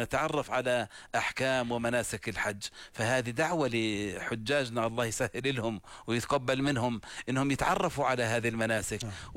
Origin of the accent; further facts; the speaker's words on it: Amman, Amman Governorate, Jordan; موجودة عندنا بعمان